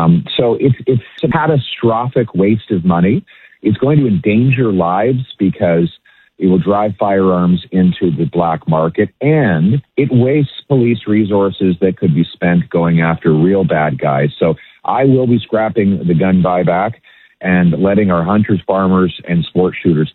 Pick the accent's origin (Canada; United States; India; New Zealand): Canada; Calgary, Alberta; Well, as a Westerner, I know it because I grew up in Calgary.